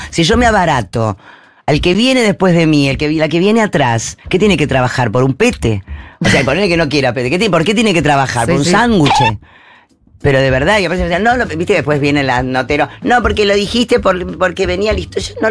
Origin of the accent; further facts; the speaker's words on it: Buenos Aires, Argentina; que vengo de Floresta